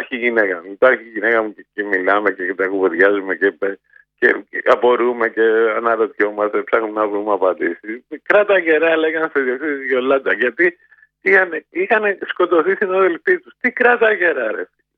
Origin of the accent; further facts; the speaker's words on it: Nikaia, Attica, Greece; born there; Εγώ γεννήθηκα στην Κογκινιά από εργάτε.